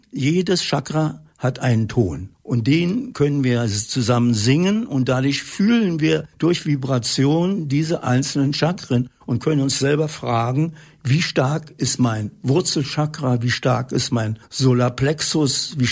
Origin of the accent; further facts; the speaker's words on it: Berlin, Germany; Ich bin in Berlin in den Kriegsjahren geboren worden und auch groß geworden